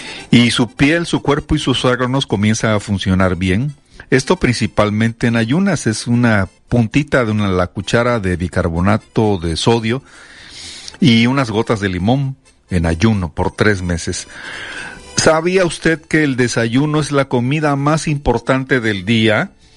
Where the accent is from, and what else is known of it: Mexico